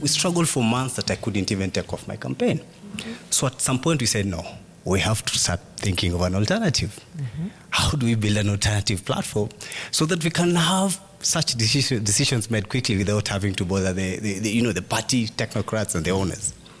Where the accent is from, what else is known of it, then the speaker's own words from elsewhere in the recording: Malava, Kakamega County, Kenya; because I come from Malava constituency